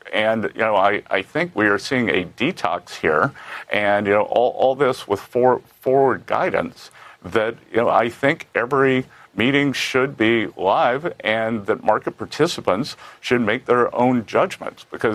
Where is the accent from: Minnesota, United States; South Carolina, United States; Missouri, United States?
South Carolina, United States; Charleston; my hometown, Charleston, South Carolina